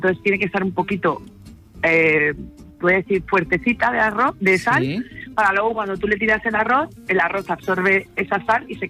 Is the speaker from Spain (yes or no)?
yes; Valencian Community, Spain; Entonces no hace falta decir nada más que soy valenciana, porque ya se la encargo.